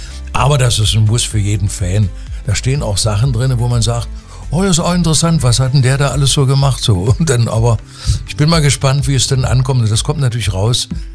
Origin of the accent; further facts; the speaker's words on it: Magdeburg, Saxony-Anhalt, Germany; born there; Und dann hat die Pia mich gefragt, von der Zeit, meinem Geburtsort Magdeburg, über die ganze Zeit, über den Sport, über die Schule, über die Musik, Musikstudium